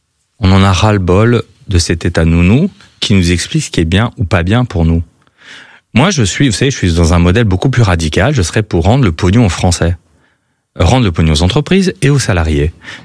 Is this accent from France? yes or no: yes; Grand Est, France; Moi, je suis alsacien